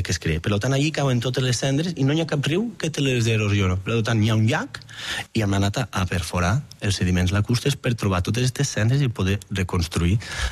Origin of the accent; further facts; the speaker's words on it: Batea, Catalonia, Spain; Jo de Batea, que som de secà, que no hi ha volcans